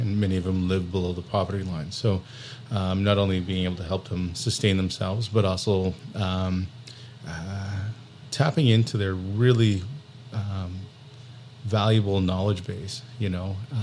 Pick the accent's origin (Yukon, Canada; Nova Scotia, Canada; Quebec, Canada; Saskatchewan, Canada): Yukon, Canada; Whitehorse; my first exposure to friendship centers was when I was a kid, growing up in Whitehorse, Yukon, and going to the Skookum Gym Friendship Center.